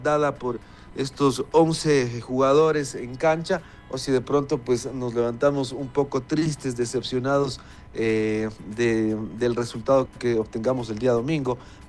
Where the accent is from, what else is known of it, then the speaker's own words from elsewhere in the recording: Ecuador; now in Quito, Ecuador; Los quiteños, quienes somos ecuatorianos, residimos acá en Quito